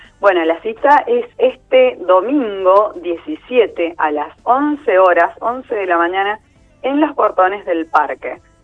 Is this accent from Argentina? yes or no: yes; Mendoza, Argentina